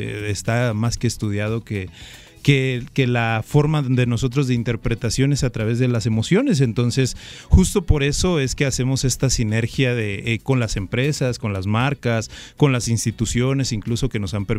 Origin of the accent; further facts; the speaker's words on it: Acayucan, Veracruz, Mexico; yo soy de Acayucan. Uh-huh. Y aunque estamos en Veracruz, culturalmente la forma en la que nosotros nos expresamos en el sur, en el norte y en el centro es totalmente diferente.